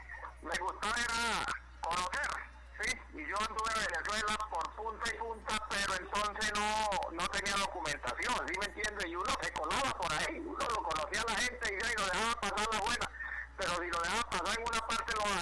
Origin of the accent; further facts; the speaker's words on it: Casanare, Colombia; born there; mis abuelos, mi abuelo, por parte de papá, sí es venezolano. Yo nací aquí en Casanare, en el Yagual Casanare, en la finca de mi padre, el 28 de octubre del año 68